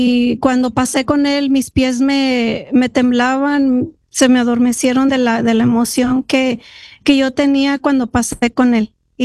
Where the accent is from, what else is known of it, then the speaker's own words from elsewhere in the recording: Chicago, Illinois, United States; now in Elmhurst, United States; Estoy aquí como a 7 minutos. Yo soy de aquí de Chicago, pero vivo aquí en el área de Elmhurst.